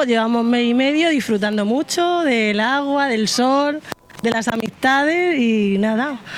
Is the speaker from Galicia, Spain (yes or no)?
no; Cartagena, Region of Murcia, Spain; él es mi hijo Rubén. Somos de Cartagena, de la barriada Hispanoamérica de Los Dolores.